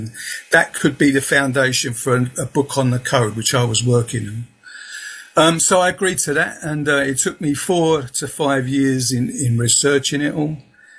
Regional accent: London, United Kingdom; accent: southeast London; No, I was brought up in Peckham, London, southeast London. So that's my accent.

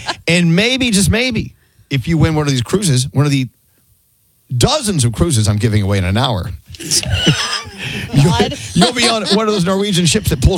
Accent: Texas, United States; I'm from Texas.

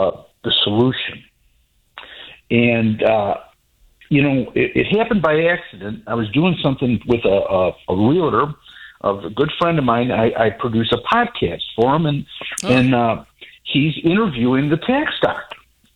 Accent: Chicago, Illinois, United States; I grew up in Chicago, Ken.

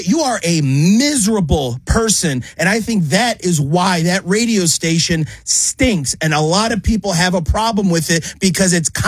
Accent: Chicago, Illinois, United States; moved away as an adult; now in Philadelphia, United States; I'm from Chicago.

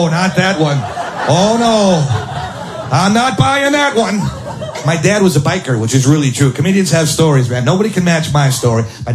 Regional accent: Milwaukee, Wisconsin, United States; And I got, like, Milwaukee, Wisconsin is my hometown.

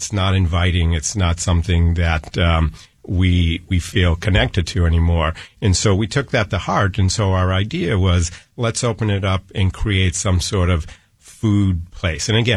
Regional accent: Boston, Massachusetts, United States; I've born and raised in Boston, so I've been going to Fenway Park my entire life.

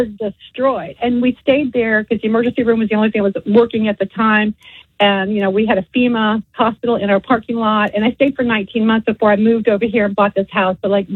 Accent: Miami, Florida, United States; now in Milton, United States; I grew up in Miami.

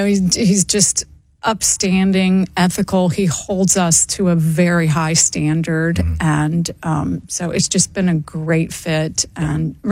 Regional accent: Tampa, Florida, United States; I mean, I'm born and raised in South Tampa. Yes. So that's where I came from.

